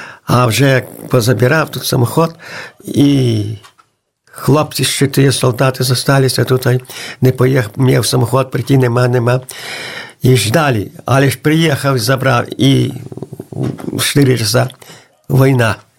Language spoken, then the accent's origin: Ukrainian; Zubowo, Podlaskie Voivodeship, Poland; І з Масєва були тут така, я була з Зубова, от Бориска, замужем є в Масєві.